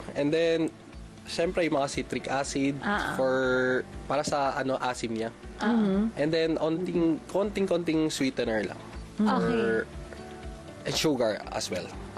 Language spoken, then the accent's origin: Tagalog; Cordillera Administrative Region, Philippines; dun sa amin sa Ifugao.